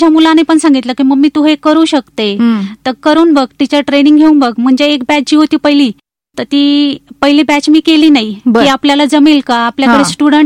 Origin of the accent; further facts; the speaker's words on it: Lasalgaon, Maharashtra, India; born there; also born or lived in Kadwa sugar factory (Nashik district); now in Nashik, India; मूळची मी लासलगाव इथली आहे, पण माझ्या वडील सर्व्हिसला कादवा कारखाना येथे होते.